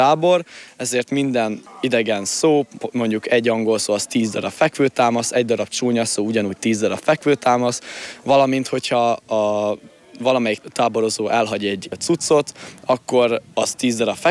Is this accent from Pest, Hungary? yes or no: yes; Tápiószőlős, Pest, Hungary; És Tápiószőlősről jövök, amit Cegléd mellett van.